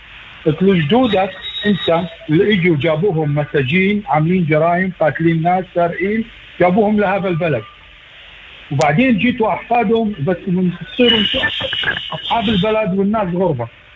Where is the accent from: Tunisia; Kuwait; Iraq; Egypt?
Iraq; now in Preston, Sydney, Australia; احنا من احنا صغار في مدارسنا، أنا بالعراق كنا نقرأ تاريخ أوروبا، نقرأ تاريخ العالم